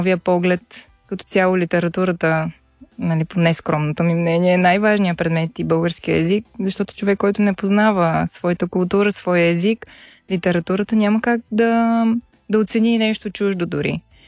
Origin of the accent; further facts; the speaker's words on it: Sandanski, Blagoevgrad Province, Bulgaria; да, аз съм от Сандански и съм много щастлива да бъда тук.